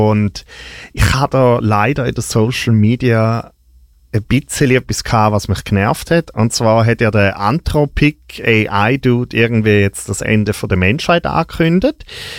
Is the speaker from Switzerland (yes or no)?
yes; Eastern Switzerland, Switzerland; Wir kommen ja beide aus dem Osten.